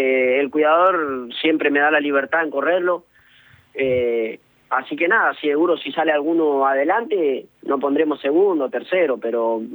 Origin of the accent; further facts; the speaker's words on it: Corrientes, Argentina; moved away; yo de que vine de mi ciudad de Corrientes